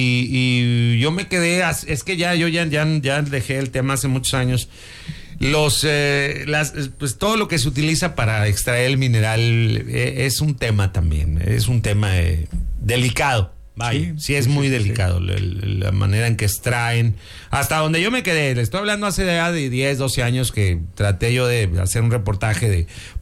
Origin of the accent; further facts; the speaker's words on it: Concepción del Oro, Zacatecas, Mexico; born there; yo nací en Concepción del Oro, Zacatecas.